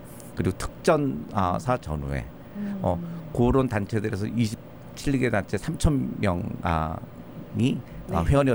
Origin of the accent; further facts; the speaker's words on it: South Korea; now in Los Angeles, United States; 저희는 또 대한민국 출신으로서 미국의 또 시민권 자 아닙니까?